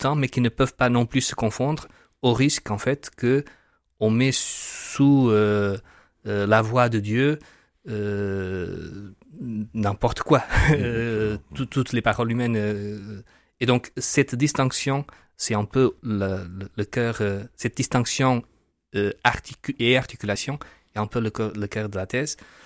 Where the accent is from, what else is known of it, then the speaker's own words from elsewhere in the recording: Portugal; French is a second language; also born or lived in Kenya; Donc je suis portugais, le nom le dénonce.